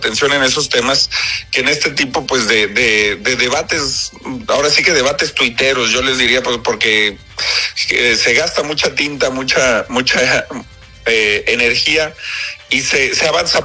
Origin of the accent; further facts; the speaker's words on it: Mexico; deberíamos como mexicanos de pedirle explicaciones a las fiscalías, a las autoridades.